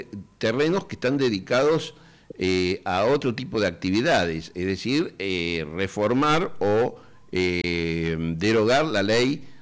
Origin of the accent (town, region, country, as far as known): Argentina